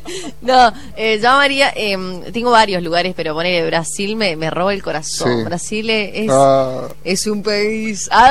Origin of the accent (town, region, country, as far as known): Mendoza, Argentina